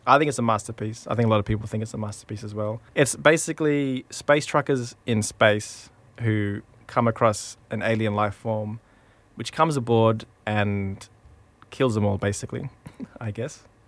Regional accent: Broome, Western Australia, Australia; Yeah, well, I guess, you know, being a child of the 90s, our parents were a bit different to the parents now.

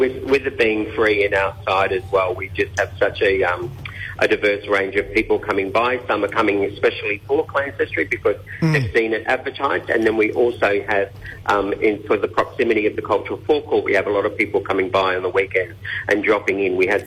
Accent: Coonabarabran, New South Wales, Australia; from Coonabarabran, northwestern New South Wales.

